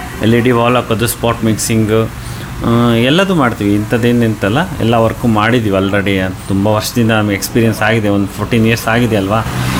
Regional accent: Shivamogga, Karnataka, India; ನಾನು ಹುಟ್ಟಿ ಬೆಳೆದಿರೋದೆಲ್ಲ ಆ್ಯಕ್ಚುಲಿ ಜಾಸ್ತಿ ಕಳೆದಿರೋದೆಲ್ಲ ಶಿವಮೊಗ್ಗದಲ್ಲೇ. ನಾನು 7th ಹಿಡಿದು ಇಷ್ಟು ಈ ಏಜ್ ತನಕ ಬಂದಿರೋದೆಲ್ಲ ಶಿವಮೊಗ್ಗದಲ್ಲೇ. ನನ್ನ ಲೈಫನ್ನೆಲ್ಲ ನಡೆದಿರೋದು ಮಾಡಿರೋದೆಲ್ಲ ಶಿವಮೊಗ್ಗದಲ್ಲೇ.

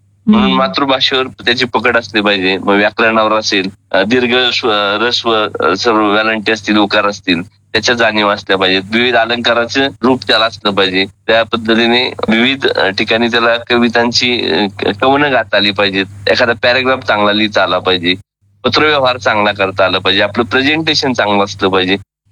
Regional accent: Vinjar Nasrapur, Maharashtra, India; माझं गाव मूळचं विंजर नसरापूर या भागात आहे, पुणे जिल्ह्यातच। अतिशय डोंगरी भागामध्ये ते गाव होतं, मी 10वीपर्यंत शिक्षण तिथंच घेतलं।

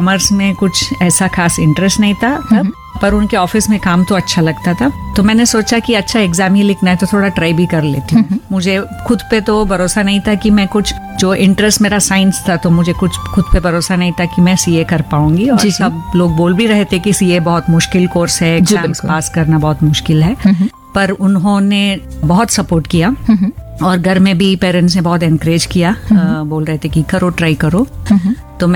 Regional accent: Bangalore, Karnataka, India; मैं पैदा हुई थी बैंगलोर में ही, क्योंकि मेरी मम्मी बैंगलोर से थी तो मैं पैदा वहीं पे हुई थी और मेरा बचपन भी ज्यादातर बैंगलोर में ही था। जब तक मैं 12th स्टैंडर्ड तक थी, तो बैंगलोर में जो कैंटोनमेंट की एरिया है वहाँ हुई थी मेरी स्कूलिंग और जो भी मैंने सीखा था प्राइमरी एजुकेशन।

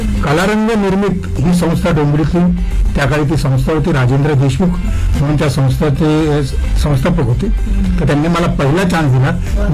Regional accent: Mumbai, Maharashtra, India; मी आधी मुंबईत राहायचो. वरळी कोळीवाडा हे माझं गाव आणि कोळीवाडा म्हटलं की संपूर्ण कोळ्यांचं गाव होते

